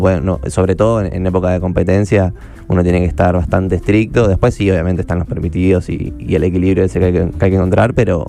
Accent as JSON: {"language": "Spanish", "country": "Argentina", "said": "nosotros somos muy argentinos"}